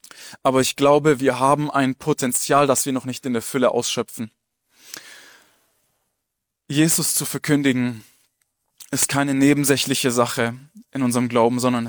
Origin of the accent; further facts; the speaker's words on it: Filderstadt, Baden-Württemberg, Germany; Also ich komme aus Filderstadt. Ich komme gleich hier aus der Nähe.